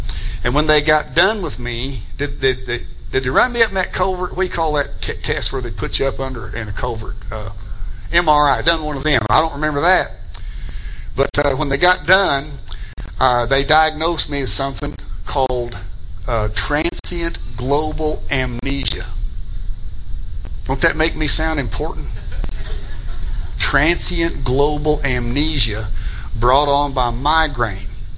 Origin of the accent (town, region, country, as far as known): United States; born there